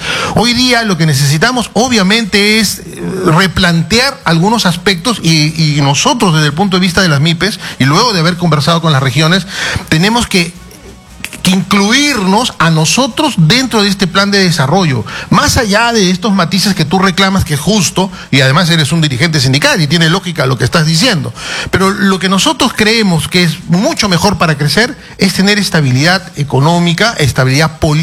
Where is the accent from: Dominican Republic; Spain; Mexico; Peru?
Peru; De verdad, eso a mí me preocupa como peruano. No podemos seguir en esta inestabilidad política, ¿cierto?